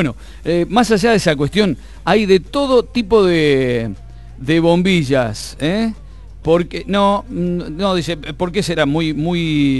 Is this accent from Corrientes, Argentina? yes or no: no; Vedia, Buenos Aires Province, Argentina; Son dichos de mi niñez en Bedia. Era pibe